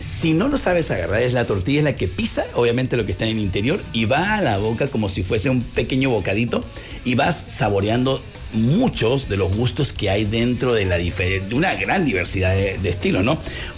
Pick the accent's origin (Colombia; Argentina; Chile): Chile; now in Puerto Vallarta, Mexico; yo prácticamente ya soy más mexicano que chileno.